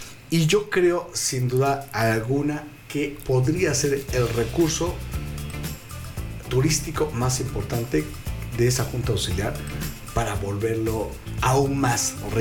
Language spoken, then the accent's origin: Spanish; Tehuacán, Puebla, Mexico; en mi pueblo hay semillas